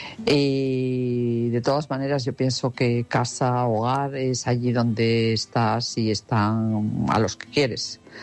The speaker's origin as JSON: {"language": "Spanish", "region": "Cantabria", "country": "Spain", "said": "una cántabra en Sevilla o una cántabra retornada a Cantabria."}